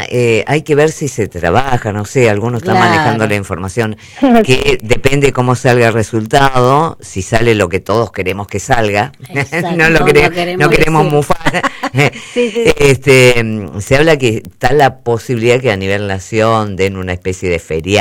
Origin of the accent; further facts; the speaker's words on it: Argentina; Es como estamos todos los argentinos